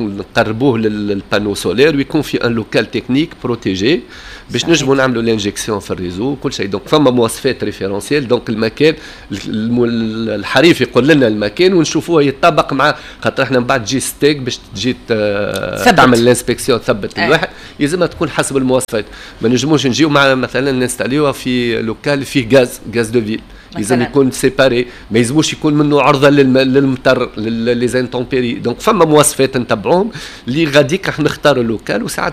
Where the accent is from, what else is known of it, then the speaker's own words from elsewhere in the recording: Tunisia; احنا التوانس